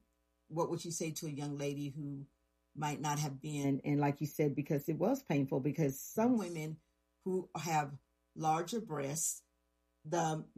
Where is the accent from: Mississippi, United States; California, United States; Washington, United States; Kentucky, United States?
Kentucky, United States; we're from Kentucky, both you and I.